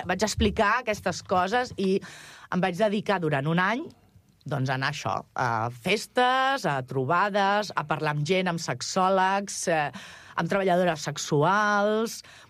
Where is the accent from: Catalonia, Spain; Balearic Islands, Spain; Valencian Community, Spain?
Catalonia, Spain; jo sóc catalana i parlo la llengua català habitualment